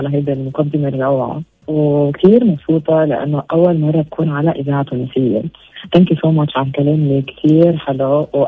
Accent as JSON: {"language": "Arabic", "country": "Lebanon", "said": "بس انا لبنانيه يعني،"}